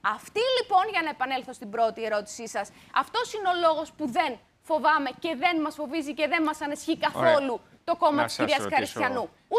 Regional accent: Macedonia, Greece; ως Μακεδόνισσα

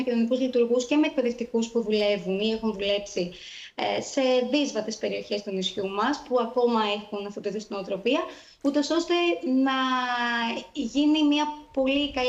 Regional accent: Crete, Greece; στο νησί μου

